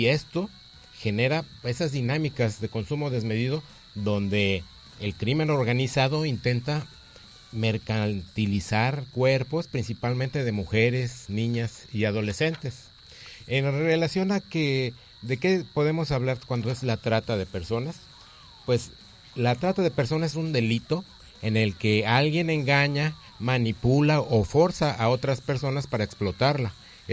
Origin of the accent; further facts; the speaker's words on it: Toluca, State of Mexico, Mexico; moved away as an adult; now in Colima, Mexico; estudié la carrera de Derecho en la Universidad Autónoma del Estado de México, que se encuentra ubicada en la ciudad de Toluca, Estado de México, de donde yo soy originario.